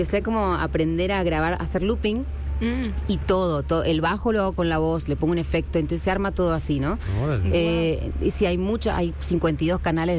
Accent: Argentina; moved away as an adult; also born or lived in Germany; yo soy argentina, como pueden ver.

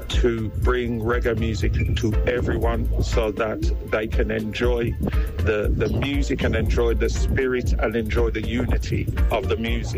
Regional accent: Birmingham, West Midlands, United Kingdom; born there; I was born in Birmingham, England.

